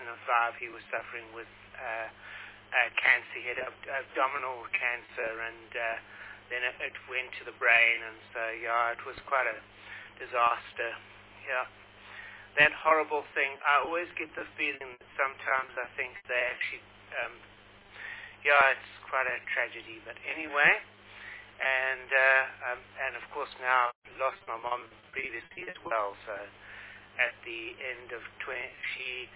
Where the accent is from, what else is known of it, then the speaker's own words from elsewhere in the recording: Pietermaritzburg, KwaZulu-Natal, South Africa; also born or lived in Pretoria, South Africa; I was born and bred in South Africa. I was actually born in one of our capital cities, which was Pretoria, in 1969, and then in 1972, moved to Maritzburg